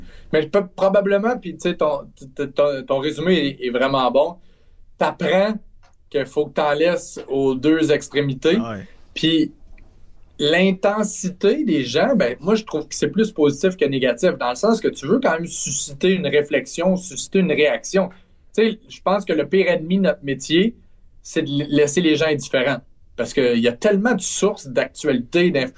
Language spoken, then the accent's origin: French; Trois-Rivières, Quebec, Canada; je viens de Trois-Rivières. Je suis directement dans le milieu.